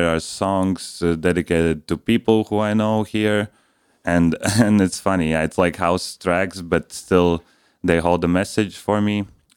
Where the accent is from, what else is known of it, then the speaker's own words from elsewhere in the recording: Riga, Latvia; English is a second language; moved away as an adult; also born or lived in Liepāja, Latvia; now in Vilnius, Lithuania; I lived in Liepāja, actually, for 3 years. I grew up in Riga, but I studied in Liepāja